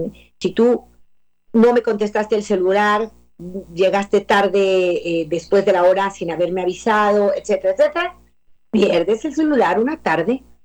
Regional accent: La Paz, Baja California Sur, Mexico; estaban de misioneros en La Paz, Baja California, donde yo nací y viví mis primeros años.

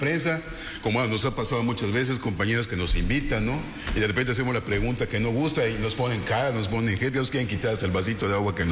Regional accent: Yucatán, Mexico

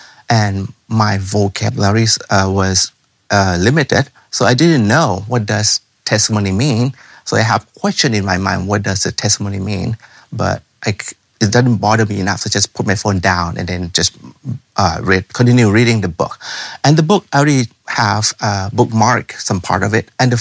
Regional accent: Tennessee, United States; I'm from Tennessee, one day in Texas, and then seeing the University of Houston when I have to present my paper there.

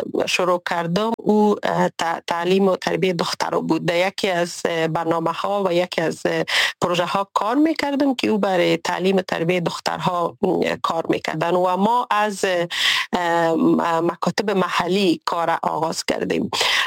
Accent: Kabul, Afghanistan; از زمانی که تولد شدیم در کابل بزرگ شدیم و در کابل زندگی کردیم

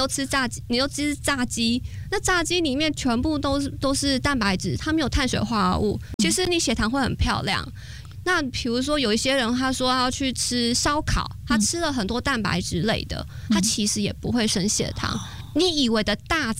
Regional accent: Taiwan; 我们台湾人最喜欢吃地瓜，

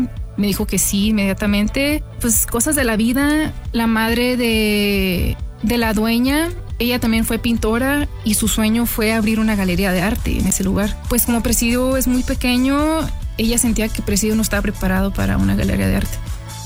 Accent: Ojinaga, Chihuahua, Mexico; Aún así, siendo mexicanos, yo siendo de Ojinaga, una frontera que, pues es, se vive ahí la vida, pues muy lento.

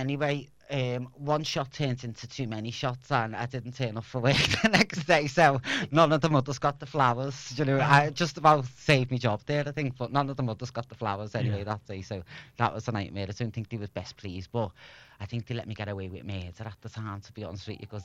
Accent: Liverpool, North West England, United Kingdom; also born or lived in China

